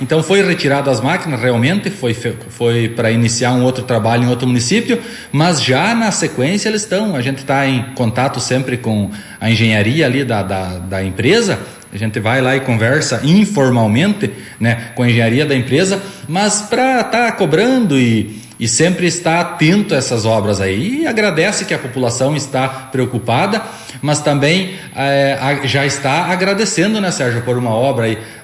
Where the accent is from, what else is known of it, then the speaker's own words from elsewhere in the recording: Brazil; Eu que me criei na Vila Maria ali brincando, jogando bola com o pessoal